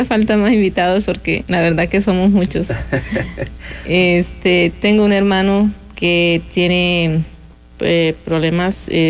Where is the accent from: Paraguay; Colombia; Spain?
Colombia; Norte de Santander; Yo vengo de Colombia, del norte de Santander. Somos una familia un tanto grande. Somos 11 hermanos.